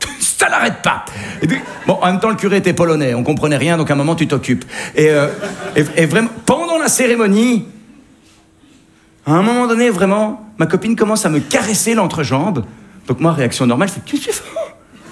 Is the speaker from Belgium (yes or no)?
yes; Belgium